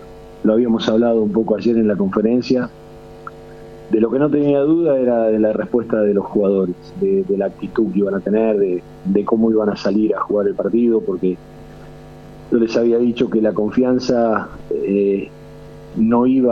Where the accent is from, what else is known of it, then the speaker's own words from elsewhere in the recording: Argentina; Le digo, miren, yo le voy a decir una cosa como argentino, no como, como técnico de la selección paraguaya.